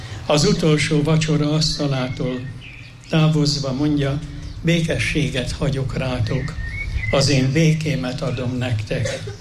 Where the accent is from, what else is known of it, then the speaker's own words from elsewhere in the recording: Jászárokszállás, Jász-Nagykun-Szolnok, Hungary; moved away; Gyerekkorom idejére emlékszem, valaki szülőhazámból, Jászárokszállásból mondta, hogy megyünk Mezőkövesre.